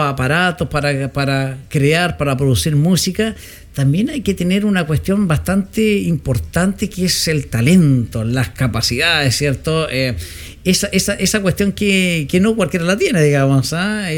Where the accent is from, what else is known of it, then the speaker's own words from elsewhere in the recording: Chile; no uno como chileno